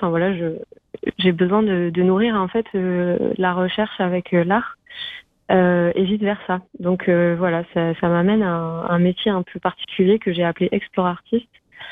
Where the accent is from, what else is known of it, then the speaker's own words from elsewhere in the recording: Lille, Hauts-de-France, France; moi j'ai pas du tout grandi ici, hein, j'ai grandi à Lille.